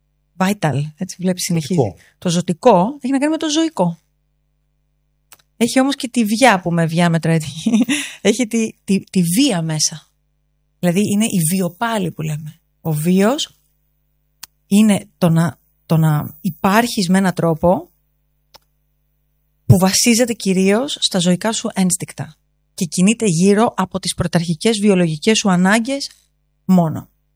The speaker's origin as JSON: {"language": "Greek", "country": "Greece", "said": "εμείς τώρα ως Έλληνες εδώ"}